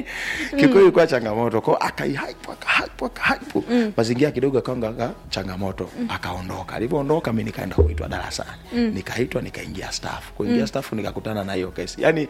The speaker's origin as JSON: {"language": "Swahili", "region": "Morogoro", "country": "Tanzania", "moved": "yes", "said": "Yaani natoka sasa Morogoro kwa mara ya kwanza. Naenda Dar es Salaam kutafuta."}